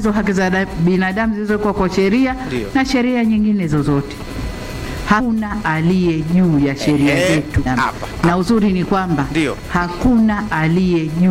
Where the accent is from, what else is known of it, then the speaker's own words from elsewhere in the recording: Tanzania; sisi ni Watanzania